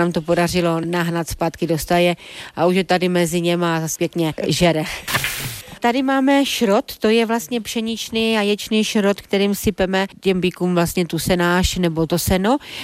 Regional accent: Proskovice, Moravian-Silesian Region, Czechia; Já jsem z Proskovic. Neřekla bych, že jsem úplně z zemědělské rodiny, ale celý život jsme doma měli prasátko, ovečku, slepice, králíky.

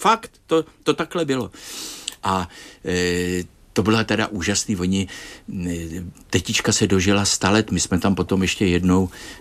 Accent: Prague, Czechia; A odkaď jsme, my jako z Prahy

